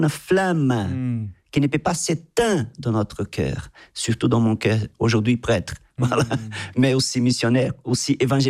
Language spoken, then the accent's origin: French; Anápolis, Goiás, Brazil; French is a second language; also born or lived in São Paulo; Parce que quand j'étais dans ces campements à São Paulo, j'ai retourné chez moi à Goiás, à Napolis, j'ai commencé à prier.